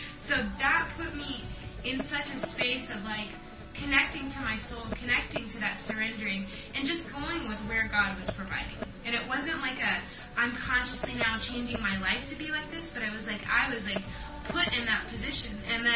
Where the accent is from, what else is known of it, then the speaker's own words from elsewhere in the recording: United States; I was raised with a spiritual background, but at the same time, like, I grew up in America.